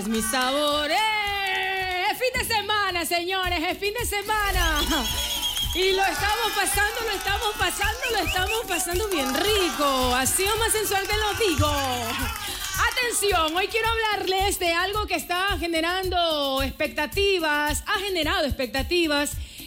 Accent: Ecuador; estamos dolarizados desde el año 2000

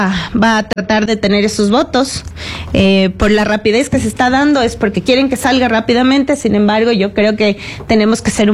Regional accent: Quito, Pichincha, Ecuador; nosotros como quiteños

